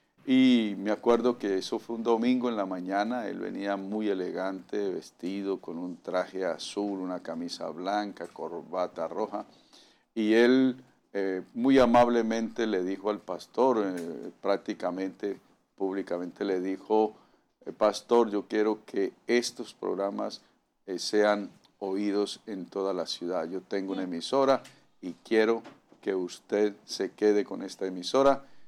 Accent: Cúcuta, Norte de Santander, Colombia; Y yo, pues, soy de Guaymaral.

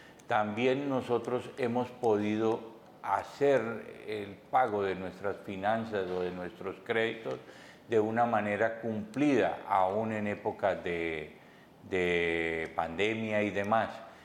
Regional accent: Cúcuta, Norte de Santander, Colombia; also born or lived in Santander, Colombia; una persona nacida en Santander del Sur, desde muy pequeño radicado en Cúcuta. Soy más ciudadano de Cúcuta.

